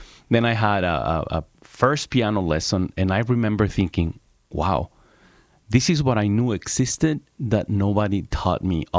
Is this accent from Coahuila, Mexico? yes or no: yes; Torreón, Coahuila, Mexico; moved away; I remember growing up in Torreón, next to Lerdo, sister city, by the way.